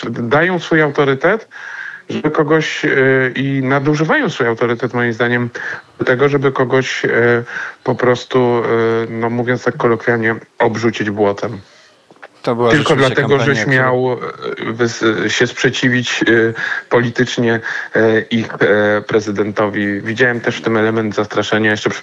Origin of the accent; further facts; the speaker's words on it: Kraków, Lesser Poland, Poland; Kraków, miasto, w którym się urodziłem, w którym spędziłem całe życie i zamierzam spędzić resztę tego życia